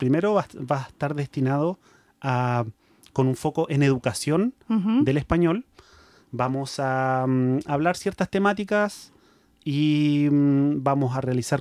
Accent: Chile; accent: Chilean; Vamos a ver si podemos neutralizar un poquito nuestro acento chileno.

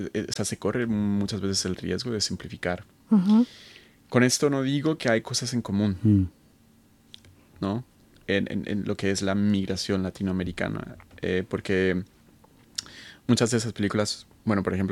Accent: Colombia; also born or lived in Spain; yo soy colombiano-español, ustedes son chilenos

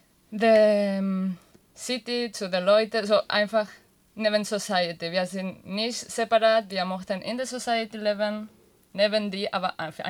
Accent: Catalonia, Spain; German is a second language; das kommt jetzt der Wort nicht, ich bin aus Katalonien, sorry.

